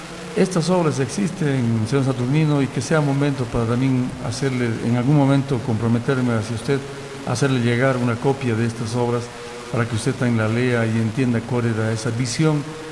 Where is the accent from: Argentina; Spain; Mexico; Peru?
Peru; Urcos, Cusco; first language Quechua; Spanish is a second language; yo crecí en el campo desde los 2 años, en la comunidad campesina de Huancara, Urcos.